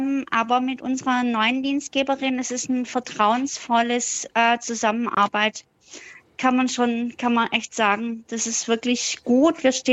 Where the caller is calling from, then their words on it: Stuttgart, Baden-Württemberg, Germany; Ich rufe aus Stuttgart an.